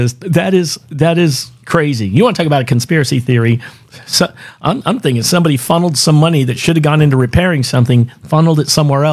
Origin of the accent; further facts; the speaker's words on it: San Diego, California, United States; moved away; I saw a disturbing story out of my hometown of San Diego.